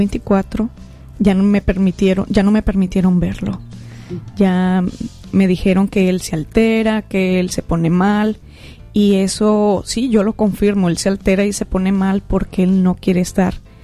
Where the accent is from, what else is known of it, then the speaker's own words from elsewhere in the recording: Culiacán, Sinaloa, Mexico; Nosotros somos de aquí de Culiacán, todo el tiempo hemos vivido aquí en Culiacán y él aquí tiene su casa.